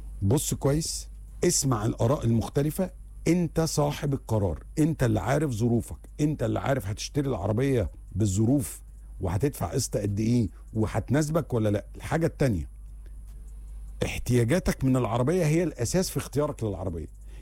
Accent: Egypt; وإحنا كمصريين

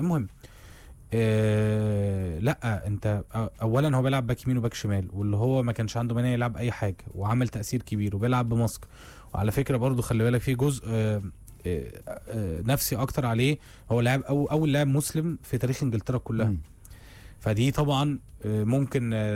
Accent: Egypt; لو أنا مش مصري ومش أرجنتيني

